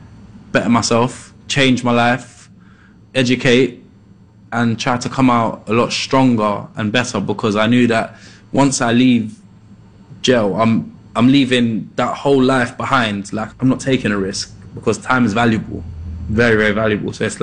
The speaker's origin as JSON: {"language": "English", "region": "London", "country": "United Kingdom", "tie": "born or raised there", "said": "growing up in Peckham"}